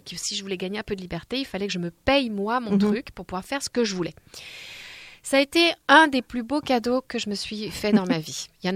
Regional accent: Paris, Île-de-France, France; born there; Ouais, moi je suis née à Paris.

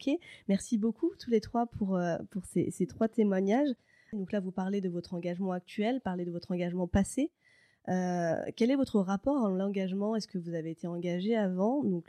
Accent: Paris, Île-de-France, France; moved away; Moi, je viens de Paris, voilà, c'est terrible, ne me détestez pas.

